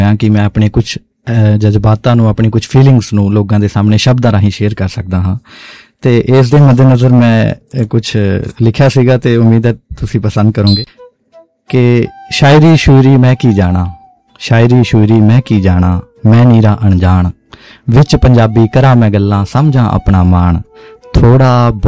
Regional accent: Punjab, India; ਅਸਲ 'ਚ ਮੈਂ ਜਦੋਂ ਆਪਣੇ ਪਿੰਡ 'ਚ ਰਹਿੰਦਾ ਸੀਗਾ, ਪੰਜਾਬ 'ਚ, ਬੇਸਿਕਲੀ ਮੇਰਾ ਜਨਮ ਜਿਹੜਾ ਪੰਜਾਬ ਦਾ ਹੈ, ਮੋਹਾਲੀ ਡਿਸਟ੍ਰਿਕਟ ਹੈ ਮੇਰਾ

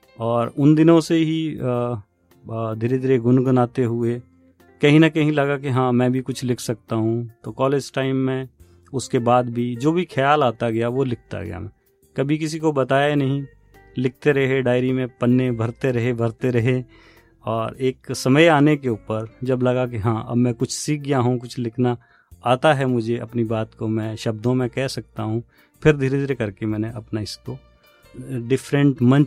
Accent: Hamirpur district, Himachal Pradesh, India; moved away as an adult; now in Ambala, India; मैं मूलतः हिमाचल प्रदेश में जिला हमीरपुर में एक छोटा सा गांव है जोड़ियम नेरी करके, और वहाँ पे मेरा जन्म हुआ है। और मेरी बेसिक एजुकेशन मैट्रिक तक वहीं मेरे गांव के ही स्कूल में हुई थी, गवर्नमेंट स्कूल में।

